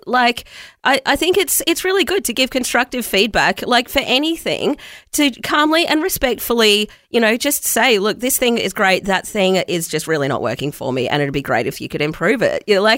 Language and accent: English; Australia; And you just need to say, mate, we're Australian. We don't do that, mate.